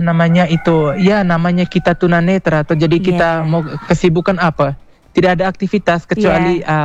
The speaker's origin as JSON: {"language": "Indonesian", "area": "Ende", "region": "East Nusa Tenggara", "country": "Indonesia", "tie": "born or raised there", "said": "Saya punya nama kampung itu tuh di Datu Elu, desanya namanya Mukureku, kecamatannya Lepembusu Kelisoke."}